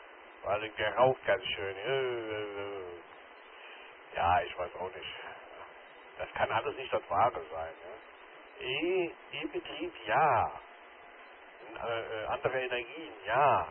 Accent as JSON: {"language": "German", "town": "Mannheim", "region": "Baden-Württemberg", "country": "Germany", "tie": "born or raised there", "said": "Ich habe mit einem Kollegen gesprochen, in Mannheim-Seckenheim, wo ich groß geworden bin. Das ist ein bisschen dörflich damals noch gewesen, heute ist er Spree bebaut."}